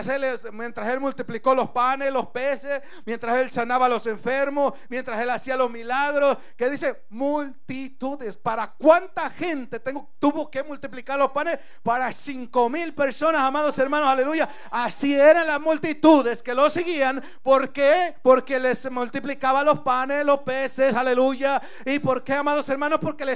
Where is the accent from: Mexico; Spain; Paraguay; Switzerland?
Mexico; now in United States; yo voy a mi rancho, a mi pueblo, a mi México